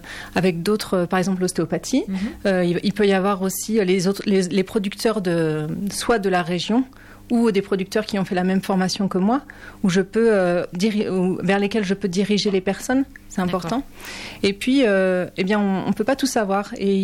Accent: Pays de la Loire, France; moved away as an adult; now in Hautes-Pyrénées, France; moi je suis originaire du Maine-et-Loire

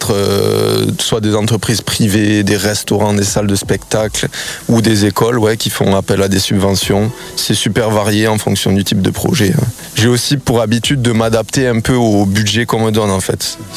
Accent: Occitanie, France; now in Toulouse, France; Initialement, mes parents sont de Beaucaire et moi maintenant j'habite à Toulouse, mais je fais toujours des allers-retours l'été pour venir faire quelques projets dans le Gers.

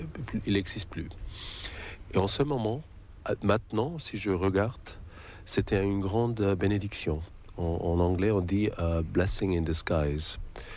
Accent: Switzerland; born there; je suis né en Suisse, mon père était avocat, donc j'étais né dans un environnement assez riche, dans une zone assez riche de la Suisse.

